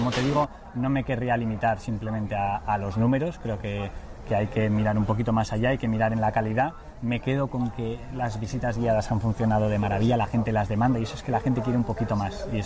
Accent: Basque Country, Spain; tan nuestro además, tan vasco

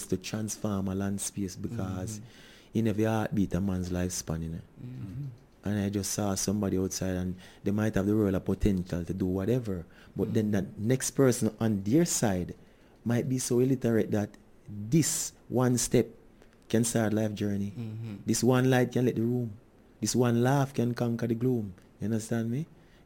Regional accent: Saint Thomas Parish, Jamaica; Yeah, man, I am from St. Thomas

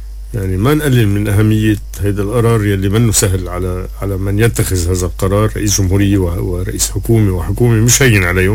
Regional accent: Lebanon; أنا كمواطن لبناني أنا بفتش دايما على الدولة، بفتش على الجيش، بفتش على حدا يحميني بهالصيغة.

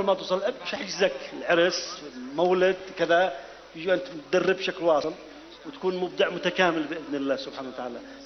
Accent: Yemen; كل واحد واحده يحمد الله انه يمني

